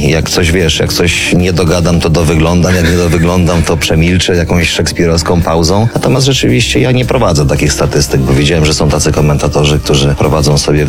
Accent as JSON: {"language": "Polish", "region": "Subcarpathian Voivodeship", "country": "Poland", "tie": "born or raised there", "moved": "as an adult", "lives_now": "Warsaw, Poland", "said": "ja też przyjechałem z Podkarpacia, mając 19 lat, do Warszawy i tutaj się gdzieś tam wszystko rozpoczęło"}